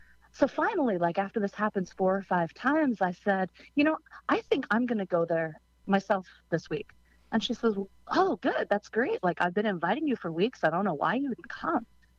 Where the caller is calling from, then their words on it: Norfolk, Virginia, United States; I'm calling from Norfolk, Virginia Beach.